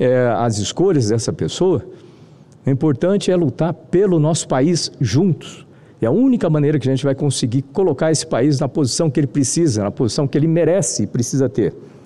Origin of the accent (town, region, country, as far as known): Brazil